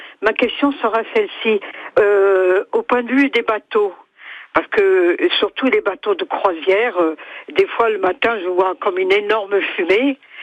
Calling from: Ajaccio, Corsica, France; Je suis d'Ajaccio, oui, en face du port.

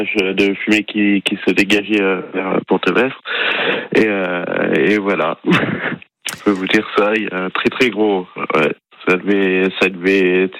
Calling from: Tavernes, Provence-Alpes-Côte d'Azur, France; Moi, je suis sur Taverne.

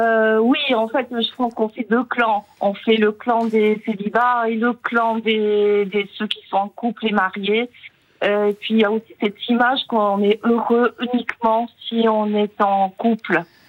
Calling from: Saint-Jean-de-Luz, Nouvelle-Aquitaine, France; moi, j'appelle de Saint-Jean-de-Luz.

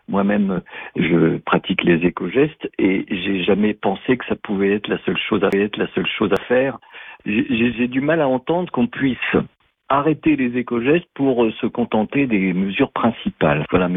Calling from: Paris, Île-de-France, France; je viens de Paris

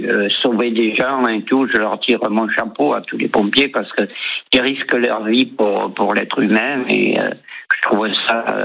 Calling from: Sestas, Nouvelle-Aquitaine, France

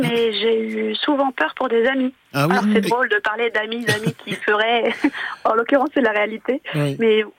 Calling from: Pont-Aven, Brittany, France; De Pont-Aven.

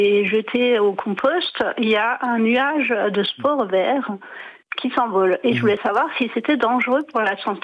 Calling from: Cernay, Grand Est, France; J'appelle de Cernay, dans le Haut-Rhin.

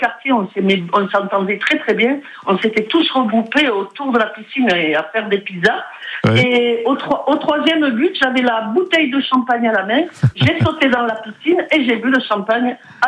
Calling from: Toulouse, Occitanie, France; je suis toulousaine

